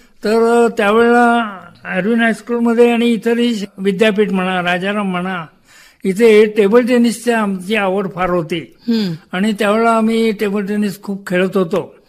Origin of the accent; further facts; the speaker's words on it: Kolhapur, Maharashtra, India; तर 11वी पर्यंत मी कोल्हापुरातच शिकायला होतो आणि माझं बालपण माझ्या सुदैवाने एका चांगल्या शाळेत झालं.